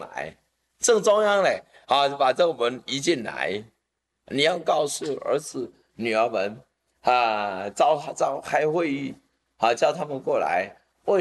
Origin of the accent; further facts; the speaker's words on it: Taiwan; 我们台湾人不认识。